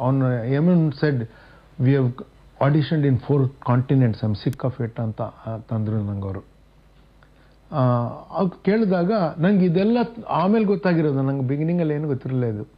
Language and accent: Kannada; Karnataka, India; accent: Kannada; ನನ್ನ ಕನ್ನಡ ಆ್ಯಕ್ಸೆಂಟಲ್ಲಿ ಇಂಗ್ಲೀಷ್ ಮಾತಾಡ್ತೀನಿ ನಾನು